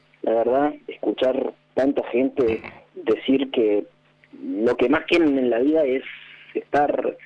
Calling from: Mar del Plata, Buenos Aires Province, Argentina; de Mar del Plata.

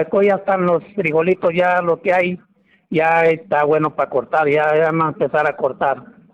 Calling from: Santa Clara, Durango, Mexico; De aquí, de Santa Clara, Durango.

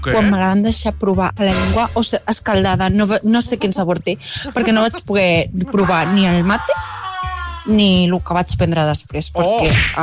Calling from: Bagà, Catalonia, Spain

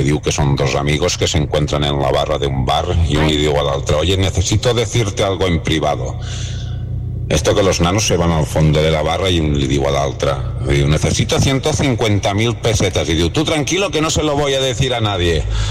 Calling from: Cubelles, Catalonia, Spain; de Cubelles

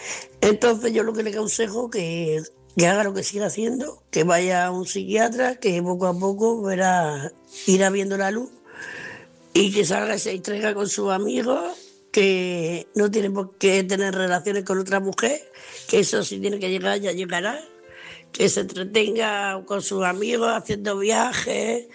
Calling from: Murcia, Region of Murcia, Spain; de Murcia.

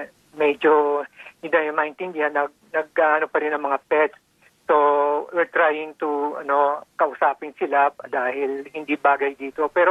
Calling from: Quezon City, Metro Manila, Philippines; Taga Quezon City po ako and nakatira po kami sa isang condominium complex po na gated.

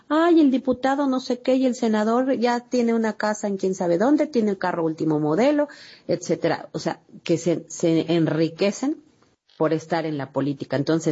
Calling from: Atizapán de Zaragoza, State of Mexico, Mexico; de Atizapán, Estado de México.

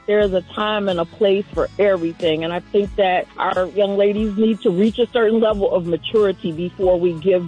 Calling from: Fayetteville, Georgia, United States; I am checking in from Fayetteville today.

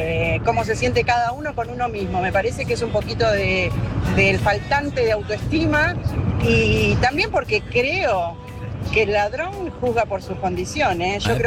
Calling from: Berazategui, Buenos Aires Province, Argentina; la turca de Berazategui

